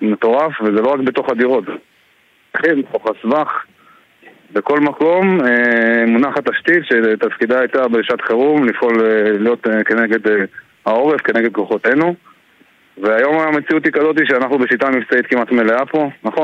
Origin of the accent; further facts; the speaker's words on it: Kiryat Shmona, Northern District, Israel; now in Kibbutz HaGoshrim, Israel; אני במקור מקריית שמונה, וגר בקיבוץ הגושרים.